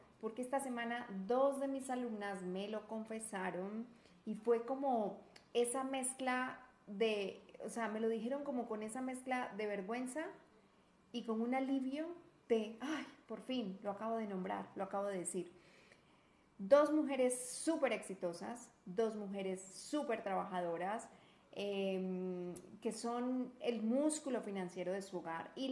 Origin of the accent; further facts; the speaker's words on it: Colombia; now in Guadalajara, Mexico; colombiana, ahorita estoy viviendo en Guadalajara, México